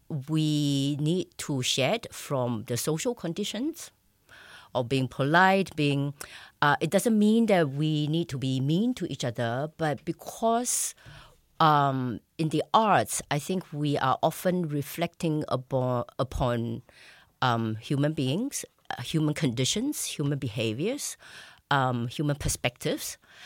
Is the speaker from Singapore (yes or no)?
yes; Singapore; now in Graz, Austria